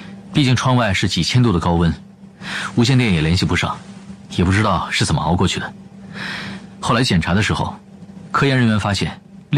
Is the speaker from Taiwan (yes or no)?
no; China; 作为一个中国人来讲